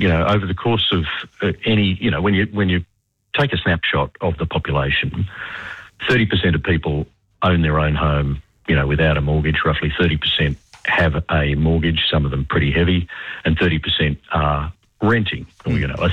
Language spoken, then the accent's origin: English; Melbourne, Victoria, Australia; In my hometown of Melbourne, you get a lot of CFMEU-related tax, if you like, on the cost of producing new apartments, new office towers, et cetera, et cetera.